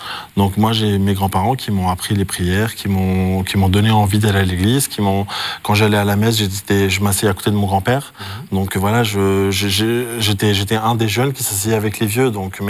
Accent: France; Moi, j'ai grandi en France.

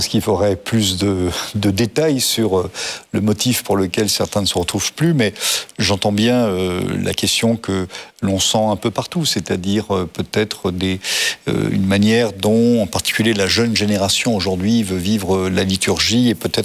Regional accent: France; chez nous en France

